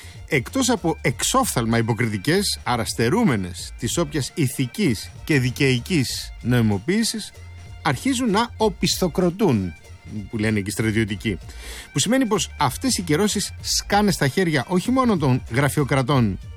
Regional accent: Greece

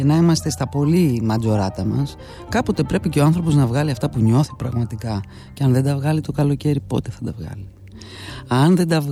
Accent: Piraeus, Attica, Greece; Το λέω ως Πειραιώτισσα, δικαιούμαι φαντάζομαι.

